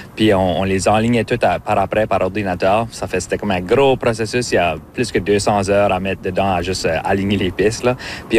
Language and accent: French; Memramcook, New Brunswick, Canada; c'est une expression qu'on dit par chez nous à Memramcook.